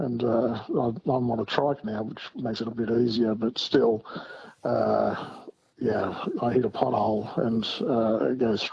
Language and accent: English; Newcastle, New South Wales, Australia; My favourite castle is Newcastle, because I'm actually from Newcastle.